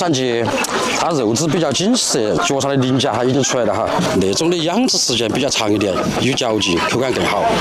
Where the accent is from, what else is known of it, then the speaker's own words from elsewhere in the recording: Chongqing, China; 这道菜体现了我们重庆人的守正创新、敢拼敢想敢做的精神。